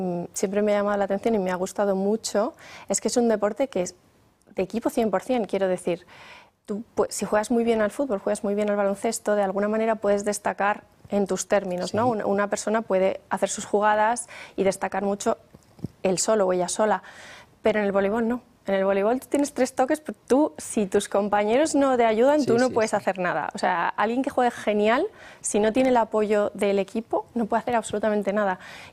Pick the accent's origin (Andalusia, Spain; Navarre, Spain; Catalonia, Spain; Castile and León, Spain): Castile and León, Spain; León; born there; moved away as an adult; also born or lived in Las Arenas; yo siempre digo, soy de León, porque mi mayor vida consciente, mi infancia consciente, mi adolescencia, fue en León. Entonces, yo es lo que llamo casa, ¿no? Mi casa es León.